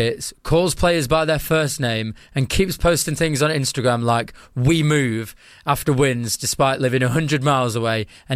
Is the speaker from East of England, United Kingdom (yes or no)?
no; Manchester, North West England, United Kingdom; I'm from Manchester. I was brought up loving Manchester City.